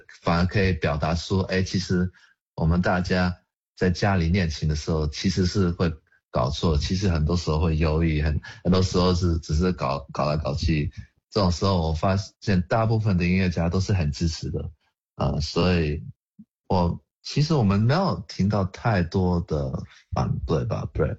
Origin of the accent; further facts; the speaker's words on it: Brisbane, Queensland, Australia; 因为我们在澳洲布里斯本长大